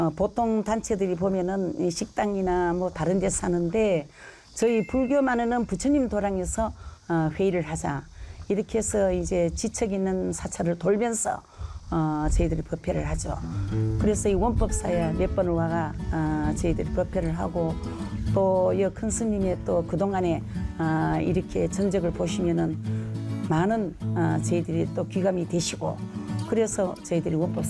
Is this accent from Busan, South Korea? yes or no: no; Cheongsong, North Gyeongsang, South Korea; born there; now in Pohang, South Korea; 저는 경북 청송에서 태어나가 포항으로 정착을 했습니다.